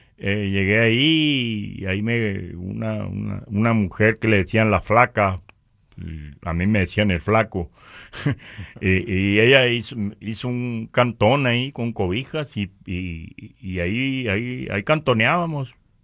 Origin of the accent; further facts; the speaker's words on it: Puerto Peñasco, Sonora, Mexico; yo me crié en Puerto Peñasco.